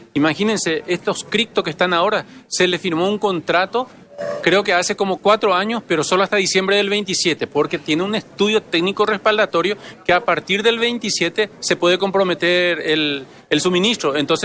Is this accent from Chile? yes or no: no; Paraguay; a nosotros como paraguayos nos interesa.